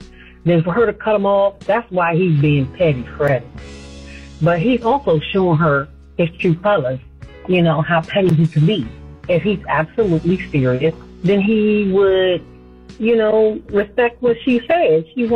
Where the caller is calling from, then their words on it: Rockville, Maryland, United States; I'm calling from Rockville, Maryland